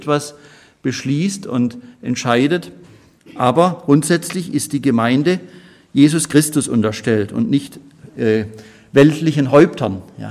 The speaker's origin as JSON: {"language": "German", "region": "Baden-Württemberg", "country": "Germany", "said": "Dann gibt es natürlich auch die Unionskirchen, etwa in Baden, wo ich herkomme"}